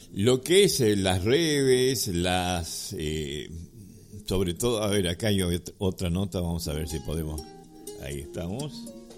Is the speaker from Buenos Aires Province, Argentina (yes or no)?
no; Salta, Argentina; somos salteño